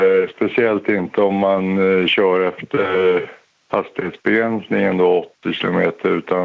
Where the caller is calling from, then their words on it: Mora, Dalarna County, Sweden